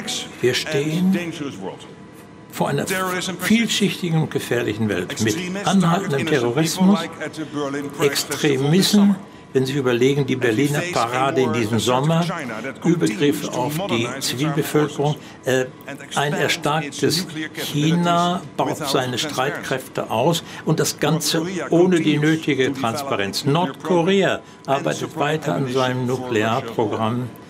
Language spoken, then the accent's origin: German; The Hague, South Holland, Netherlands; Im Jahre 2025 haben Sie sich eingesetzt für das 5%-Ziel in meiner Heimatstadt, Den Haag.